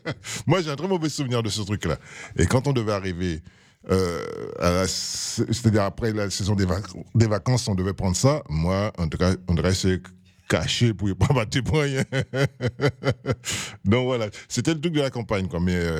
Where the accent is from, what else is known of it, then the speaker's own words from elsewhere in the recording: Les Abymes, Guadeloupe; moi, je suis de la Guadeloupe et l'école se trouvait. Moi, je suis des Abîmes, donc tous ceux qui connaissent les Abîmes, j'étais à côté du côté de Néré.